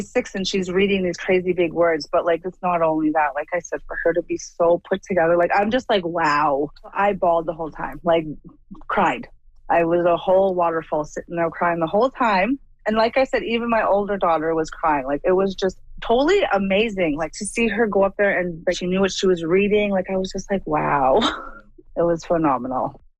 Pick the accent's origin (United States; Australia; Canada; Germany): Canada; Fort Resolution, Northwest Territories; I'm from Fort Resolution.